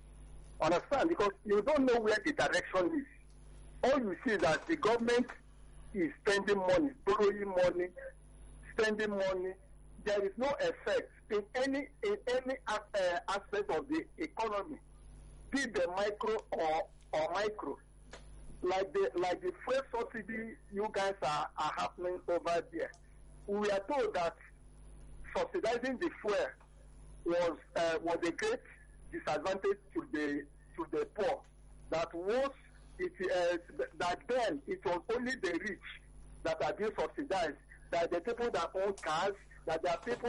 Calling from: Iba, Lagos, Nigeria; I'm calling from Eba, Lagos.

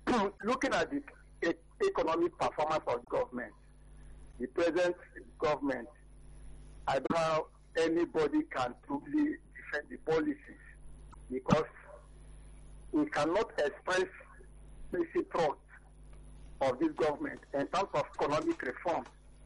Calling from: Ebelego, Nigeria; I'm calling from Ebelego.

